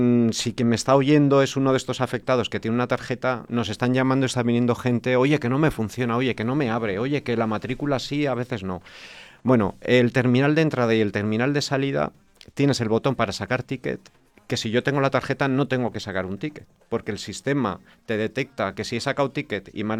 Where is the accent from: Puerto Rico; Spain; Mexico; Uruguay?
Spain; Monzón, Aragon; Yo como montisonense